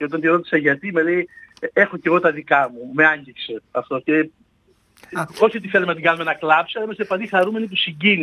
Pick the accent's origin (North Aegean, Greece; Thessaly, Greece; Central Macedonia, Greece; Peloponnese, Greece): Central Macedonia, Greece; Monolofos; born there